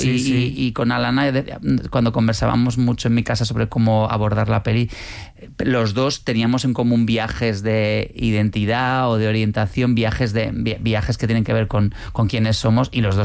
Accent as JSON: {"language": "Spanish", "town": "Pamplona", "region": "Navarre", "country": "Spain", "tie": "born or raised there", "moved": "as an adult", "lives_now": "Madrid, Spain", "said": "yo nací en Pamplona, viajé a Madrid en el año 98"}